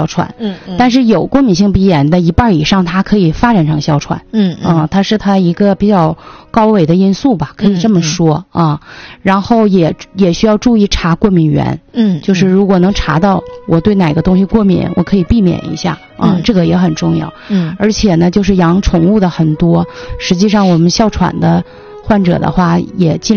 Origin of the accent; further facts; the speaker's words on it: China; 所以说我们中国人很多都说哎呀带激素不用，